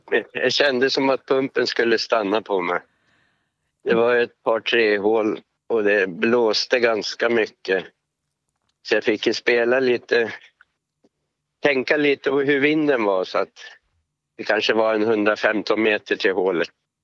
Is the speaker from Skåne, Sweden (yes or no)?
no; Sveg, Jämtland County, Sweden; jag har gjort någon här hemma i Sveg bara på träning när jag har gått själv